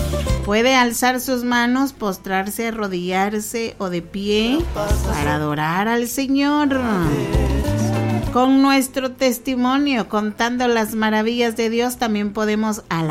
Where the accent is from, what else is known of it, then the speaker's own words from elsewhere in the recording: Poptún, Petén, Guatemala; Somos de aquí de Poptunpetén, hermano, Guatemala. Desde aquí, desde la cuna de los mayas. Aquí estamos transmitiéndole a usted.